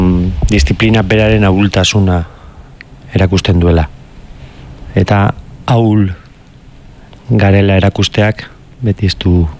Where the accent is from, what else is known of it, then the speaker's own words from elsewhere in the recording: Spain; first language Basque; Baina euskeraz ez, nire ama hizkuntza da, eta ez dut beste modu baten ulertzen.